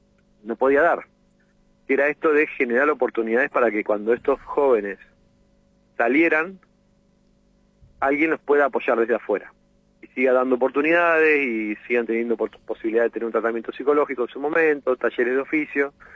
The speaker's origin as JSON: {"language": "Spanish", "region": "Chubut", "country": "Argentina"}